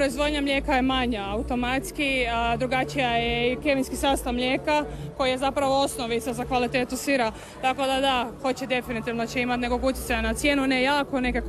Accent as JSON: {"language": "Croatian", "town": "Nova Pisanica", "region": "Bjelovar-Bilogora County", "country": "Croatia", "said": "dolazimo iz Nove Pisanice sa Bilogore."}